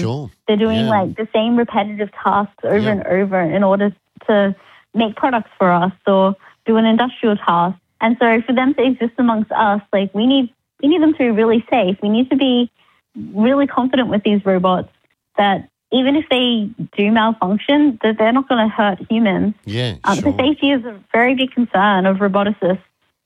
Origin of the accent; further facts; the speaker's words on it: Cairns, Queensland, Australia; When I was growing up in Cairns, I really wanted to learn how to code. Like when I was 10 or 11, I was like, oh, I really want to learn coding.